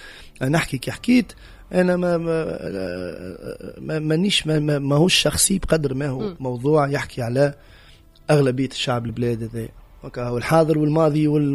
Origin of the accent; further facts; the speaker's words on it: Tunisia; بخلاف أني فنان أنا مواطن، مواطن تونسي، مواطن تونسي